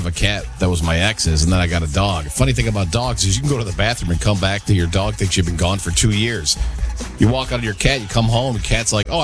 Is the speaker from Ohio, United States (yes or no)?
no; Kalamazoo, Michigan, United States; When I was growing up in Kalamazoo